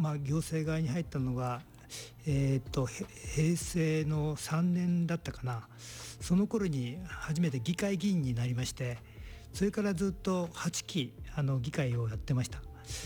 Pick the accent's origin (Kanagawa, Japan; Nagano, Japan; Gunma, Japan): Gunma, Japan; Kusatsu; もう小さい時からもう僕の草津で、もう産湯は温泉で入りましたんで、そんな中でずっと草津で草津っ子のです。